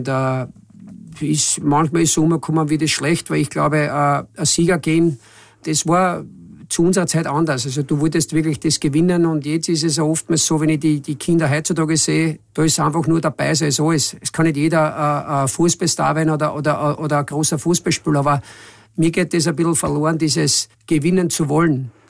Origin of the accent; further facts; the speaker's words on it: Burgenland, Austria; moved away as an adult; also born or lived in Heiligenkreuz, Lower Austria; now in Linz, Austria; ich war Hausgeburt. Bin in Stift Heiligenkreuz auf die Welt gekommen und dann sind wir eigentlich, ich habe da nicht allzu lange gelebt und dann sind wir ins Burgenland gezogen und deshalb bin ich auch echter Burgenländer.